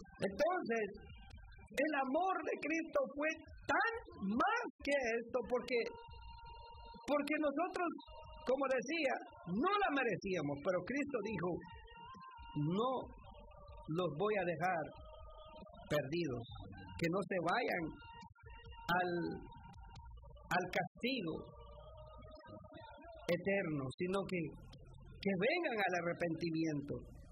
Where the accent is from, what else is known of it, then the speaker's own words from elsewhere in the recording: Nahualá, Sololá, Guatemala; moved away; allá en mi pueblo de Nahualá, Guatemala.